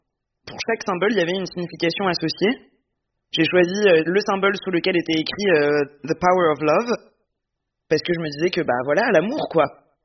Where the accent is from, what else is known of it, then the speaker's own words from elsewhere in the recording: Auvergne-Rhône-Alpes, France; now in Paris, France; j'habite à Paris et j'ai 31 ans. Je viens de Haute-Savoie.